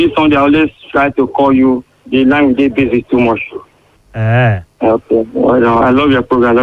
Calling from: Edo, Nigeria; I'm calling from Akokuedo, Bushiri.

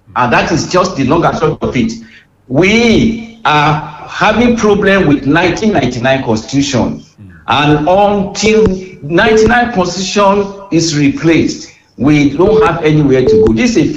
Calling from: Nigeria; I'm calling from Iwaruka.

